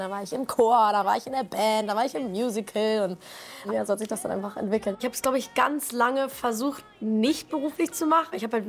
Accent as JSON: {"language": "German", "region": "Hamburg", "country": "Germany", "tie": "born or raised there", "said": "Ich bin gebürtige Hamburgerin"}